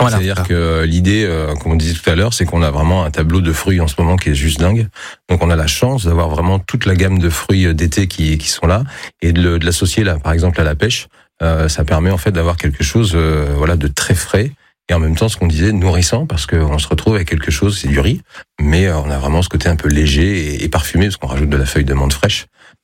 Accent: Normandy, France; Là, on est vraiment au cœur de la Suisse normande, là où j'ai grandi.

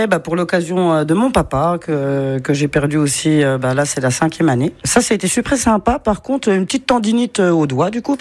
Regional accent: Faucompierre, Grand Est, France; Oui, j'ai grandi à Faucompierre. Puis maintenant, je suis ici un peu grâce au chef, quoi.

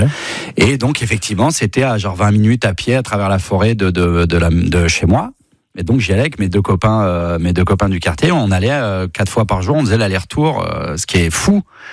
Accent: Auvergne-Rhône-Alpes, France; born or raised there; also born or lived in Valence

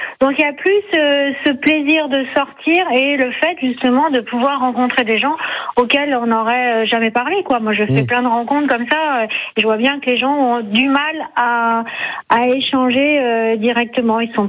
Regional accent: Paris, Île-de-France, France; now in Saint-Loup-sur-Aujon, France; moi, je suis parisienne, hein, je suis à Saint-Loup-sur-Aujon, parce qu'on a une maison là, mais là, là-bas, je suis née à Paris.

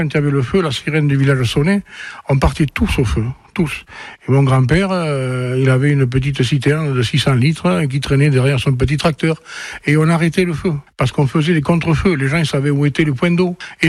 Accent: Nouvelle-Aquitaine, France; born there; Je suis né à Somos, là où il y a eu tous ces incendies, Somos, le porche, le temple, etc. Je suis né dans cette maison qui a été dévastée par le feu

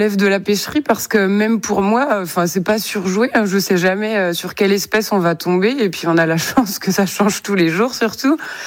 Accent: Cherrueix, Brittany, France; chez nous, à Cherhuet, la mer se retire jusqu'à 6 km du rivage.

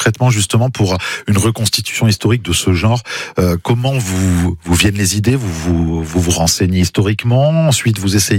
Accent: Auvergne-Rhône-Alpes, France; Ça parle parce que je suis auvergnat.

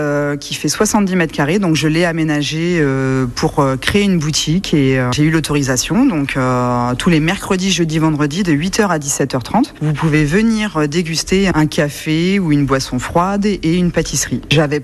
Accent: Paris, Île-de-France, France; also born or lived in Val-de-Marne; now in Tosse, France; J'ai grandi à Paris et dans le Val-de-Marne.

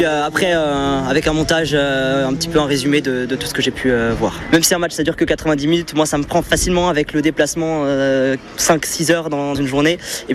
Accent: Grand Est, France; Et puis, même si je viens d'Alsace, j'ai découvert des villages que je ne connaissais pas forcément.

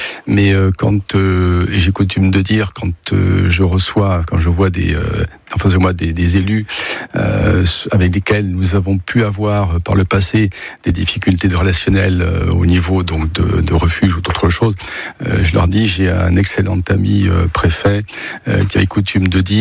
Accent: Occitanie, France; born there; Et donc, c'est totalement par hasard que je suis né dans le Gard.

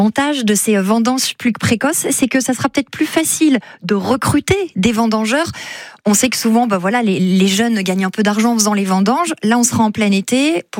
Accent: Bourgogne-Franche-Comté, France; chez nous en Bourgogne

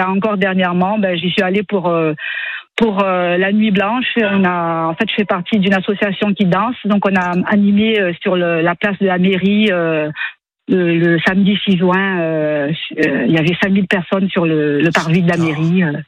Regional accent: Madagascar; now in France; Moi, je venais d'arriver de Madagascar en 91.

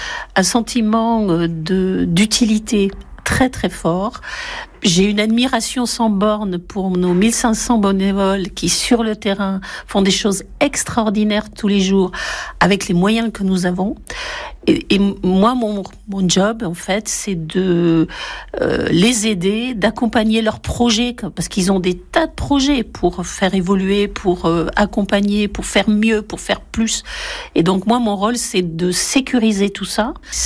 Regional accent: Bordeaux, Nouvelle-Aquitaine, France; je suis bordelaise

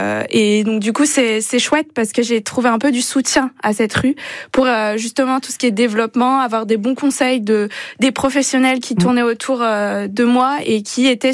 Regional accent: Auvergne-Rhône-Alpes, France; now in Clermont-Ferrand, France; Bah, en fait, pour vous dire, moi, je suis pas de Clermont. Je suis du Beaujolais.

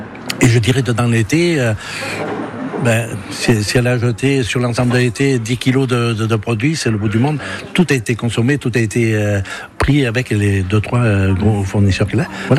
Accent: Marsan, France; born there; Je suis né à Marsan, donc mes parents avaient une petite ferme.

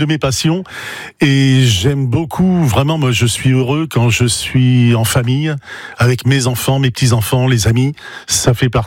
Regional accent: Lille, Hauts-de-France, France; Oui, je suis d'origine lillois. Donc je suis du Nord et apparemment mes frites sont excellentes.

